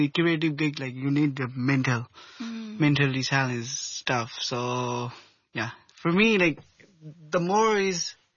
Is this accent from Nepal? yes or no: yes; Nepal; English is a second language; now in Hong Kong; Hong Kong culture is totally new because, like, we are not used to have this kind of culture back in Nepal